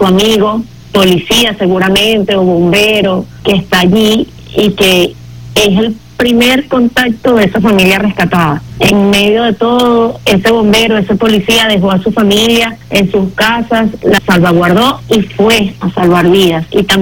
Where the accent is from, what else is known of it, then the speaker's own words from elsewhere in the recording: Venezuela; este gran reto que tenemos ahora como venezolanos y venezolanas de reconstrucción de la sociedad y del ser humano. Desde acá, desde Radio Nacional de Venezuela